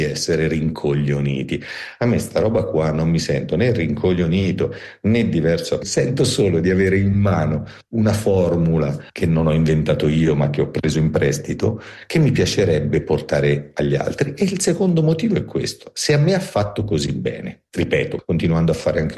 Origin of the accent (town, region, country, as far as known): Tuscany, Italy